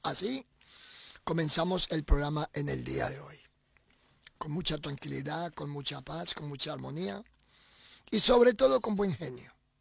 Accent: Colombia; Yo soy colombiano

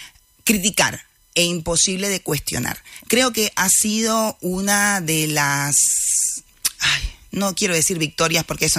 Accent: Moa, Holguín, Cuba; now in Uruguay; Pero mi ciudad natal era Moa. Moa es un, digamos, un municipio

